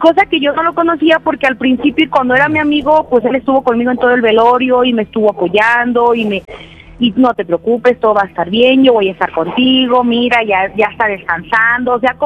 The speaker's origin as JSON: {"language": "Spanish", "town": "Morelia", "region": "Michoacán", "country": "Mexico", "tie": "born or raised there", "lives_now": "State of Mexico, Mexico", "said": "Mira, yo tengo 31, soy originaria de Michoacán, de Morelia, pero ahorita vivo aquí en el Estado de México."}